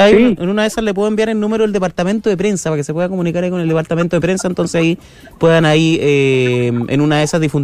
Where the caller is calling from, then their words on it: Valparaíso, Chile; De Valparaíso.